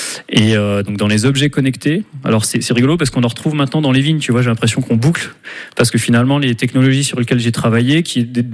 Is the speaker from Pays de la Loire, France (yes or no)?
no; Beaune, Bourgogne-Franche-Comté, France; Tu es devant la maison où j'ai grandi. Hein. Moi, je suis né